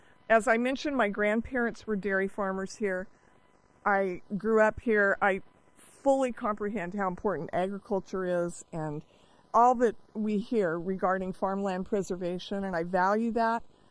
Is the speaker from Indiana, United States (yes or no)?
no; Modesto, California, United States; I was born in Modesto. I was raised in Modesto. My husband and I graduated from high school, went away to college and professional school, and came back to Modesto to serve. We raised our 6 children in Modesto.